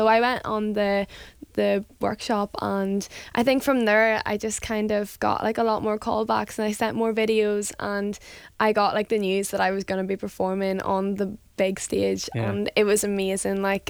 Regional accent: Northern Ireland, United Kingdom; I'm from just outside Newry, South Armagh, and it's from a very, very small town. Like, there's nothing around me, not even a shop or anything, just a park. So from a very like countryside area.

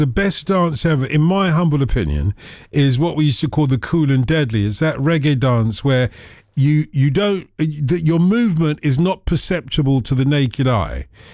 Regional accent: London, United Kingdom; a black guy growing up on Broadwater Farm in London, being a teddy boy

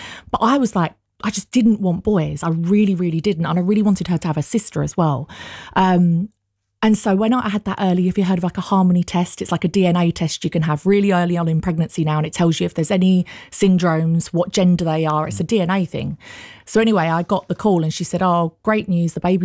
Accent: Canvey Island, East of England, United Kingdom; moved away as an adult; now in London, United Kingdom; So I grew up in Essex, on Canvey Island.

